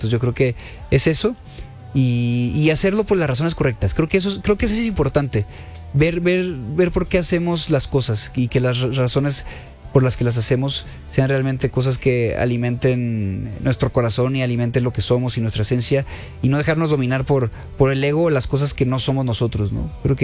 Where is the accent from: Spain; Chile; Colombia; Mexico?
Mexico; León, Guanajuato; born there; hay ciudades que son muy lejos de mi casa, de donde yo nací, de León, Guanajuato